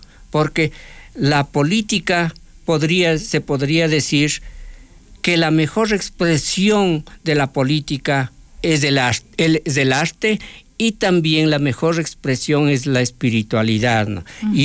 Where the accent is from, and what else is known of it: Ecuador